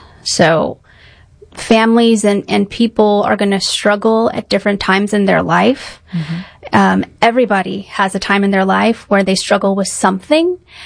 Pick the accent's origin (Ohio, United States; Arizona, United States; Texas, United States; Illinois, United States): Texas, United States; San Antonio; I'm from San Antonio. I've been in the nonprofit sector my whole career.